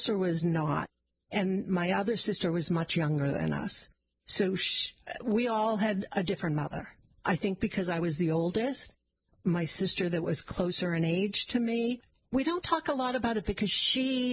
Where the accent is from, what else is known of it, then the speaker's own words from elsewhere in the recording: Wellesley, Massachusetts, United States; also born or lived in Arlington; My parents were from Belmont. So initially we lived in Arlington, right next to Belmont. But my father was working for Polaroid and wanted to move out to Wellesley.